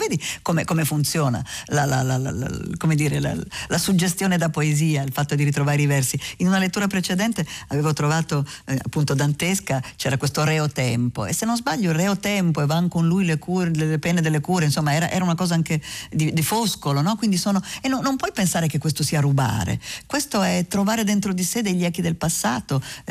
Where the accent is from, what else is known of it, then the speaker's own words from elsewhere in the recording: Lombardy, Italy; E appunto da buona lombarda come la Gertrude, la sventurata ha risposto di sì